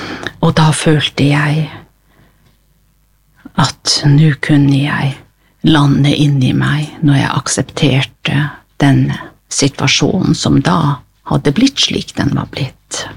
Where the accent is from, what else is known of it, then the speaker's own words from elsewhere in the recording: Tana, Finnmark, Norway; når jeg vokste opp I Tana